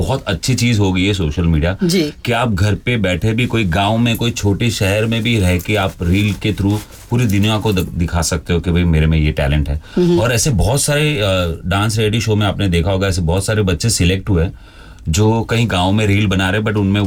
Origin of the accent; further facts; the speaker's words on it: Maharashtra, India; moved away; also born or lived in Gujarat; मैं हूँ एक्चुअली महाराष्ट्र